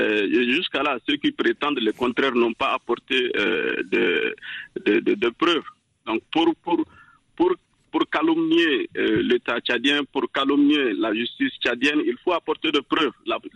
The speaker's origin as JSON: {"language": "French", "country": "DR Congo", "said": "Que Tshisekedi veut s'arroger une dictature en RDC que nous avons vécu au Tade Mobutu. Je suis né au Tade Mobutu."}